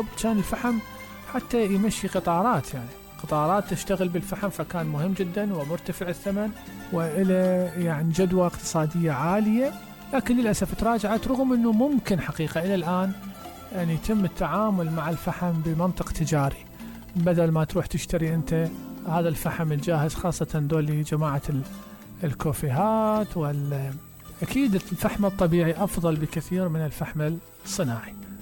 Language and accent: Arabic; Basra, Basra Governorate, Iraq; احنا عندنا بالبصرة